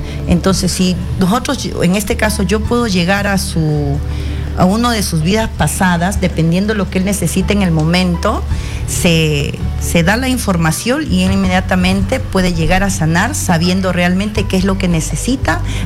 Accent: Lima, Peru; born there; Nací en Lima, mi madre descendiente de San Marcos Huari y mi padre de Cajamarca.

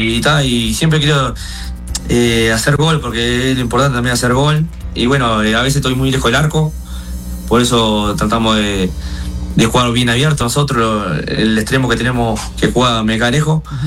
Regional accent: Montevideo, Uruguay; moved away; Yo soy de Punta de Rieles. De Montevideo, Punta de Rieles.

